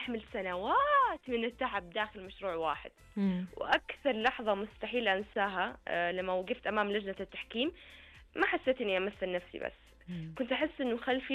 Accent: Saudi Arabia; أنا كطالبة سعودية

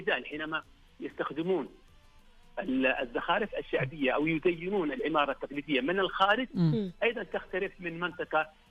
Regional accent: Asir, Saudi Arabia; عندنا في عسير

